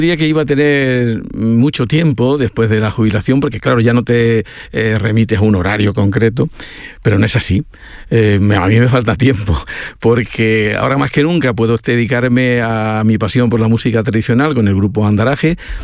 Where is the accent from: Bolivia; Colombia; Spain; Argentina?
Spain; Jódar, Andalusia; un festival que hacemos en Jódar, en mi pueblo